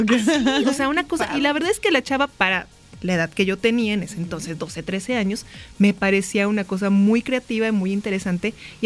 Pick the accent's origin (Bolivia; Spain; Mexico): Mexico; mi lengua materna no es el inglés, tenme paciencia. ¿De dónde eres? No, de México.